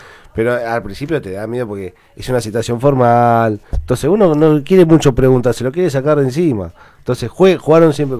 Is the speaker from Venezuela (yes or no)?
yes; Venezuela; Venezuela no puede, como venezolano, no van a pasar un país. Como venezolano, pues están.